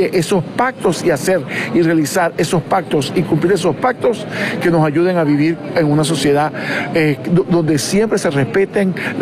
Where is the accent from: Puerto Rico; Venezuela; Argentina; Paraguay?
Venezuela; como venezolano y como ciudadano y como miembro de la Iglesia